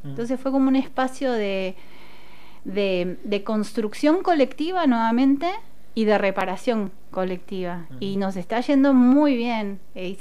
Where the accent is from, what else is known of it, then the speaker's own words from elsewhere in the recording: Neuquén, Argentina; born there; moved away as an adult; also born or lived in Mexico; now in La Plata, Argentina; mi familia era de Neuquén, así que volvemos a Neuquén.